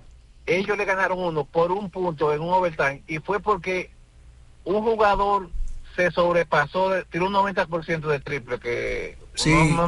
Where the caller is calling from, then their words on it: Dominican Republic; acá somos dominicanos.